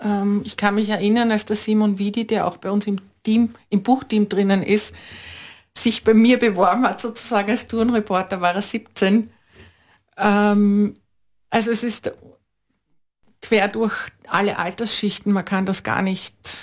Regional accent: Vienna, Austria; ich komme aus Wien

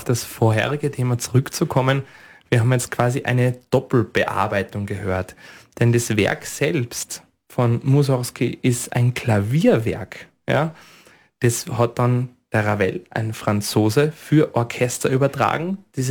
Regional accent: Öblarn, Styria, Austria; Ich musiziere auch in meiner Heimatgemeinde in Öblern immer wieder an sonntäglichen Gottesdiensten.

